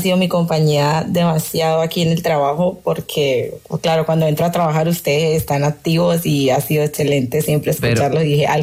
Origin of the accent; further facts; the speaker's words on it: Colombia; now in Spain; Bueno, actualmente yo vivo en España, pero pues soy de Colombia.